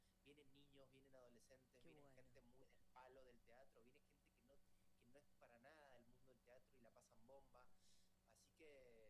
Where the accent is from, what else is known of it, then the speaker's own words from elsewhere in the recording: Mendoza, Argentina; yo soy mendocino y en Mendoza hay muchos monumentos de Mafalda.